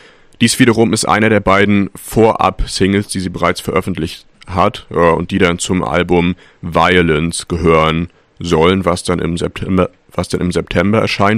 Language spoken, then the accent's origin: German; Germany; zumindest würde ich jetzt als Deutscher das als Baum aussprechen.